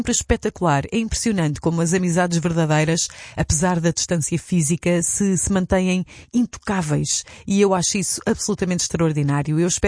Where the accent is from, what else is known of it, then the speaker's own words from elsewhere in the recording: Leiria, Centro, Portugal; now in Lisbon, Portugal; O meu foi em Leiria, a cidade onde cresci, onde vivi até vir para Lisboa